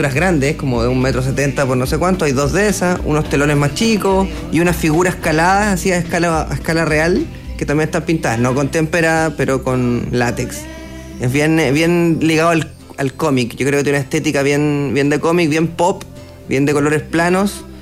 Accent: Punta Arenas, Magallanes and Chilean Antarctica, Chile; moved away as an adult; now in Valparaíso, Chile; Soy de Punta Arenas. ¿Ya? Vivo en Valpo hace ya 18 años.

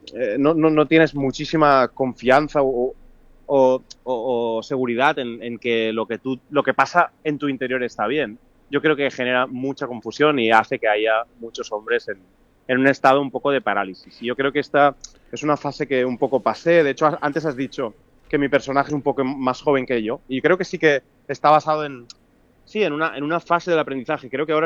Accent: Catalonia, Spain; los de mi tierra

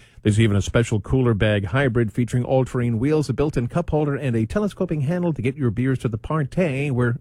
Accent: Long Island, New York, United States; How about my hometown of Long Island, New York

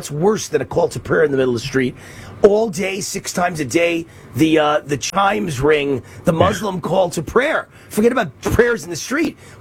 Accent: New York City, New York, United States; When I grew up in New York City, everyone I knew was either white, black, Catholic, Jew, Italian, Irish, right?

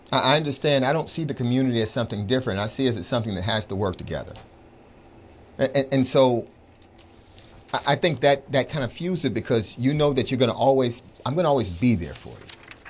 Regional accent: Miami Gardens, Florida, United States; born or raised there

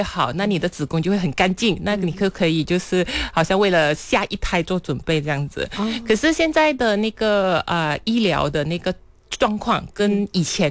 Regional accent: Malaysia; 那我们马来西亚这边其实是比较偏向于南方的习俗，尤其是广东那一带的

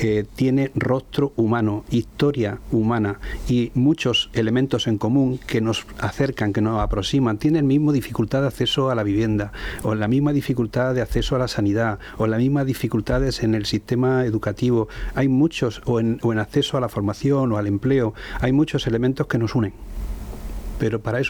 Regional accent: Murcia, Region of Murcia, Spain; born there; Somos murcianos porque hemos nacido en Murcia, pero estamos en una situación en donde ni somos marroquíes ni somos murcianos.

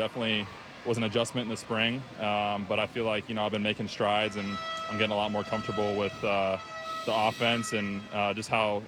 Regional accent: Iowa, United States; moved away; I'm from Iowa originally

